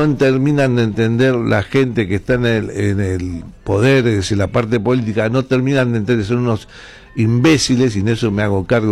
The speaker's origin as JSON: {"language": "Spanish", "region": "Buenos Aires", "country": "Argentina", "tie": "born or raised there", "said": "Me crié en la ciudad oculta."}